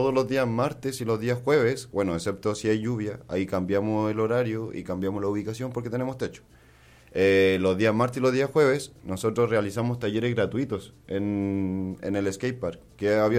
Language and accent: Spanish; Curicó, Maule, Chile; Yo soy de aquí de Curicó